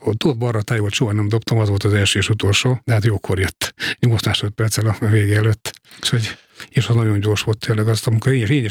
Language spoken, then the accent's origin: Hungarian; Miskolc, Borsod-Abaúj-Zemplén, Hungary; moved away as an adult; ott kezdtem meg minden, meg csak ott nőttem fel, ott éltem 20 éves koromig